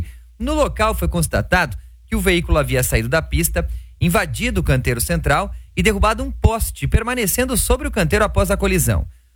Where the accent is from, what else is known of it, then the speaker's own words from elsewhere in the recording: Brazil; nós somos brasileiros resilientes